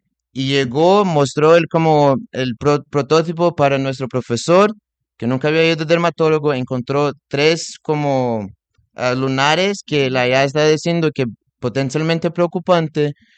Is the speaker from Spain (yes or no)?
no; Brazil; Spanish is a second language; moved away as an adult; now in United States; puede mirar en mi acento, pero soy brasileño, hace 10 años que vivo en los Estados Unidos